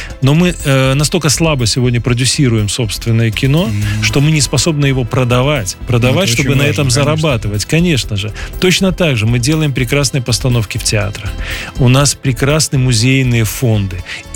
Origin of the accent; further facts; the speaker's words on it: Belarus; Мы, белорусы, любим свою культуру